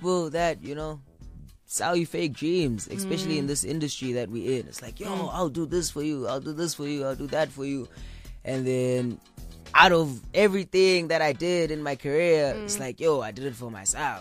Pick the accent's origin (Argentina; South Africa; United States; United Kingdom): South Africa; I'm South African